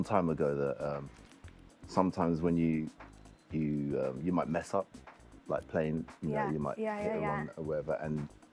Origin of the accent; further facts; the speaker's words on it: London, United Kingdom; also born or lived in Willesden; I grew up in Kingsbury. Spent most of my time in Willesden.